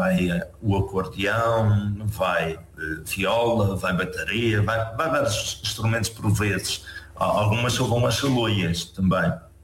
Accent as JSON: {"language": "Portuguese", "region": "Madeira", "country": "Portugal", "said": "Não sou da Camacha, mas da Ilha da Madeira."}